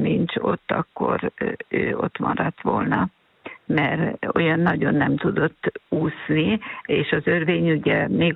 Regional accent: Hungary; a Tisza mellett nőttem fel, és nem tudok úszni

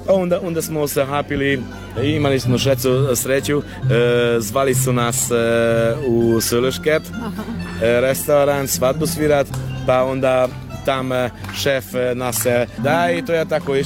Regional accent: Serbia; moved away; Ja sam otišao iz Srbeja već 16 godina i već ne, ne toliko.

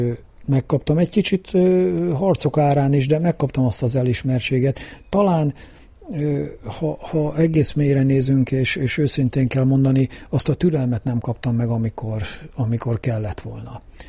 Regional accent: Kecskemét, Bács-Kiskun, Hungary; a kecskeméti lakosokra, nem csak azért, mert itt születtem ugye a városközpontba, itt nőttem föl a egyik városrészbe, ugye a Széchenyi városba

